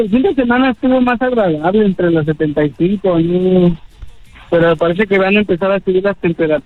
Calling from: Chicago, Illinois, United States

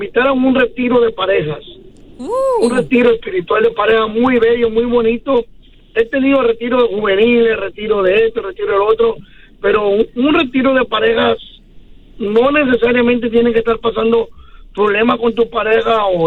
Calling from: Mexico; yo soy mexicano.

